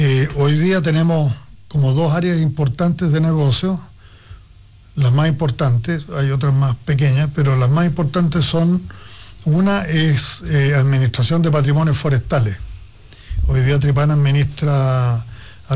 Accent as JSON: {"language": "Spanish", "town": "Santiago", "region": "Santiago Metropolitan Region", "country": "Chile", "also_born_or_lived": "Osorno, Chile / Concepción, Chile / Chillán, Chile / Brazil", "moved": "as an adult", "lives_now": "Coyhaique, Chile", "said": "Yo soy de Santiago"}